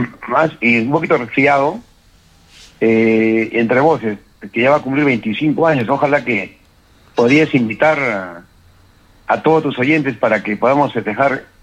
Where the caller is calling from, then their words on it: Arequipa, Peru; yo paro generalmente en Arequipa, porque es mi tierra